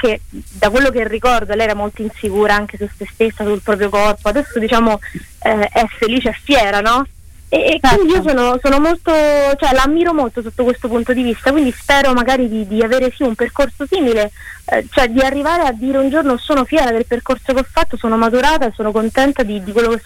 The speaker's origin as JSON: {"language": "Italian", "town": "Rome", "region": "Lazio", "country": "Italy", "said": "Sono di Roma."}